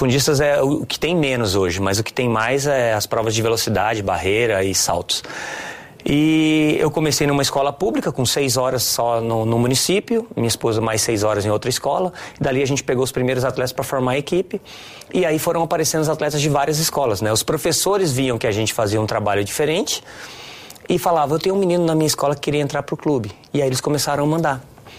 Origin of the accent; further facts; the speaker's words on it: Campo Grande, Mato Grosso do Sul, Brazil; also born or lived in São Paulo; now in Campo Grande, Brazil; Eu voltei para minha cidade natal, Campo Grande, né, Mato Grosso do Sul, e lá eu fiquei 18 anos em São Paulo. Então eu continuo trabalhando aqui em São Paulo